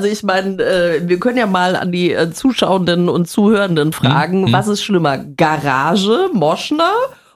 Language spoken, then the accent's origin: German; Bavaria, Germany; Ich komme aus Bayern